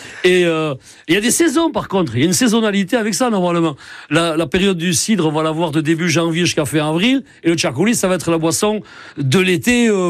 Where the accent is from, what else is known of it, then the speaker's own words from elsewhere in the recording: Saint-Jean-de-Luz, Nouvelle-Aquitaine, France; Saint-Jean-de-Luz parce que j'y ai grandi.